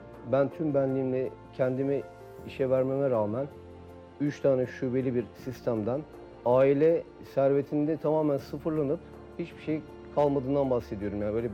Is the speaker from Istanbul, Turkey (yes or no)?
yes; Istanbul, Turkey; also born or lived in Bursa; İstanbul Üsküdar'da doğdum. Annem babam Samsun Bafralı. Öğrenimimi Kadıköy'de devam ettim ve üniversitede Uludağ Üniversitesi Bursa'da okudum iktisat olarak.